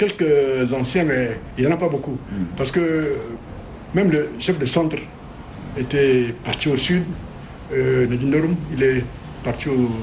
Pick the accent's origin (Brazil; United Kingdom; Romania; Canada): Romania; moved away as an adult; je lui ai dit que voilà, je suis étudiant, je viens de la Roumanie, j'ai mon diplôme, je suis un ingénieur